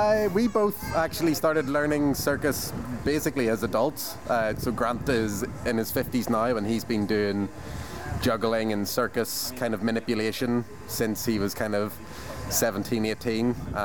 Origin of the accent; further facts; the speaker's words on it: Belfast, Northern Ireland, United Kingdom; I'm from Belfast